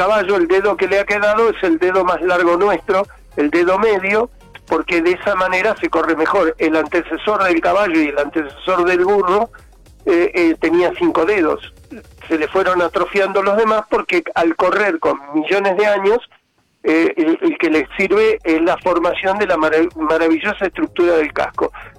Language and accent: Spanish; Argentina; Y hay tanta cosa que no recuperamos los argentinos.